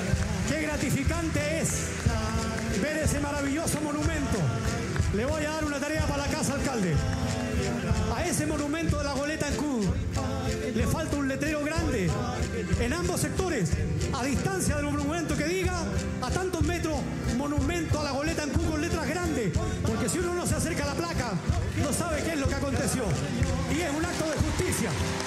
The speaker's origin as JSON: {"language": "Spanish", "area": "Chiloé", "region": "Los Lagos", "country": "Chile", "said": "nosotros, cinco queyoninos, cinco chilotes"}